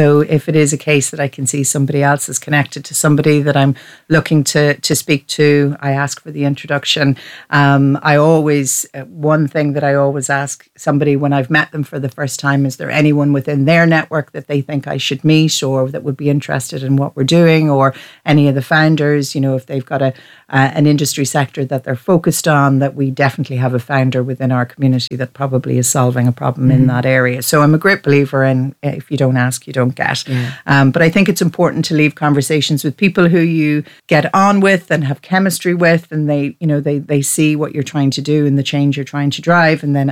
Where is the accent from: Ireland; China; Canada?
Ireland; And I'm obviously at from the Republic, as is Sinead.